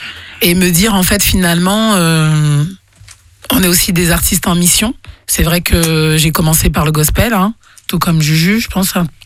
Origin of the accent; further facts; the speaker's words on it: Guadeloupe; je suis guadeloupéenne et j'ai quand même, même si c'est tout petit sur le planisphère, j'en suis extrêmement fière.